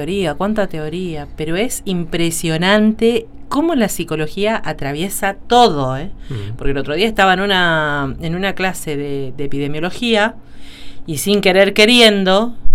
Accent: Northwest Argentina, Argentina; moved away; Yo vengo de Tierra del Norte y en el norte se estila mucho el picante.

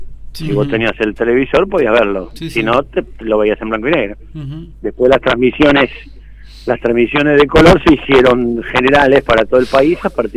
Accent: Argentina

